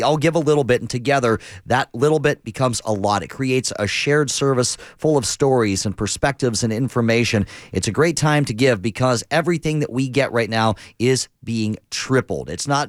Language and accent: English; Youngstown, Ohio, United States; moved away; in my hometown of Youngstown, Ohio